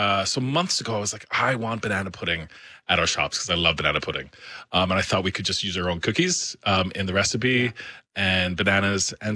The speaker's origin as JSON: {"language": "English", "region": "Newfoundland and Labrador", "country": "Canada", "said": "I'm from Newfoundland."}